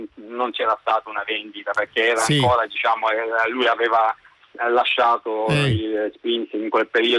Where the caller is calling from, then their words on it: Taranto, Apulia, Italy; nella mia città di Taranto